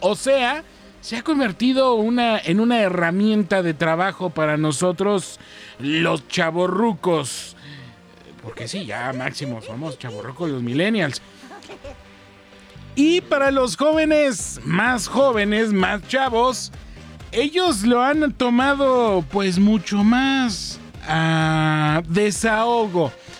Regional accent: Mexico; nosotros los usuarios mexicanos empezaremos a ver contenido publicitario en la versión gratuita.

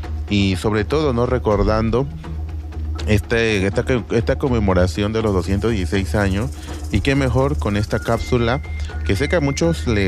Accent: Mexico

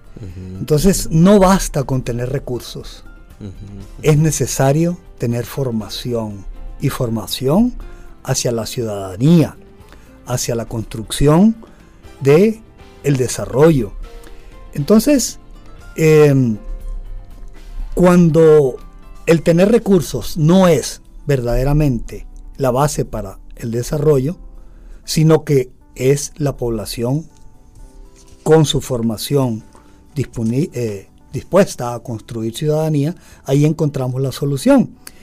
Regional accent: Venezuela; y hablo de Venezuela

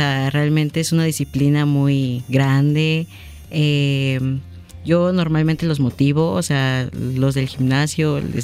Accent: Veracruz, Mexico; soy de Nablinco de Victoria, Veracruz. Y pues yo llevo aproximadamente 4 años compitiendo. Tengo 21 años

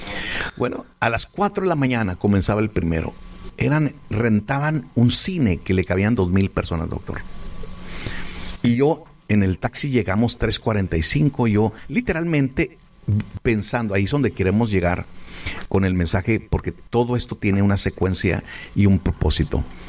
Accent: Ciudad Juárez, Chihuahua, Mexico; born or raised there

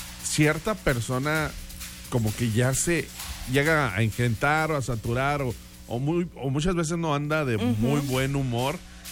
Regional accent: Mexico; Qué bonitos somos como mexicanos, ¿eh?

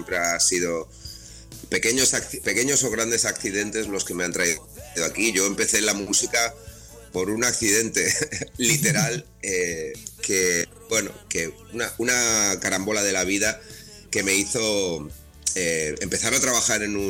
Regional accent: Reus, Catalonia, Spain; born there; es un cantante y compositor que nací en Reus, en Tarragona

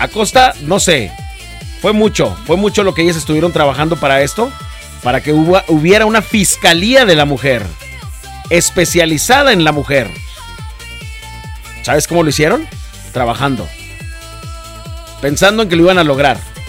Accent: Mexico

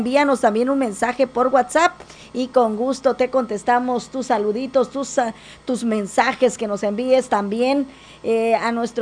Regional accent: Mexico

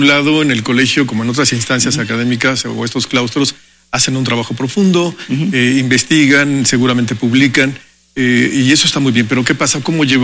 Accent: State of Mexico, Mexico; ¿Qué tanta conciencia tendremos como mexicanos, como mexiquenses en general, respecto al valor patrimonial?

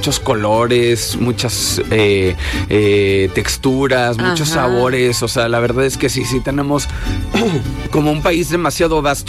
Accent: Mexico

